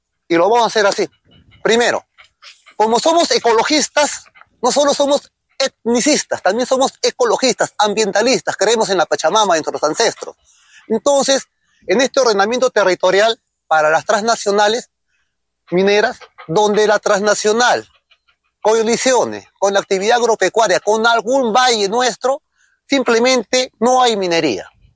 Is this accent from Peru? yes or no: yes; Peru